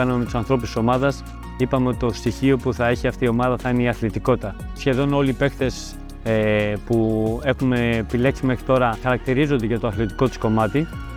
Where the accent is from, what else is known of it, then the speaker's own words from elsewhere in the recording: Greece; εγώ ως Έλληνας προπονητής